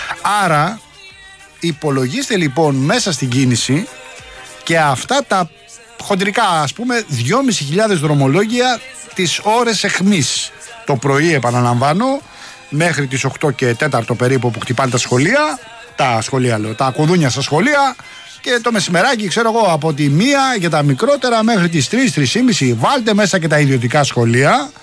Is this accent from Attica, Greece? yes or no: yes; Rafina, Attica, Greece; Χθες βρέθηκα στην πατρίδα μου στη Ραφίνα, μετά από καιρό είναι η αλήθεια.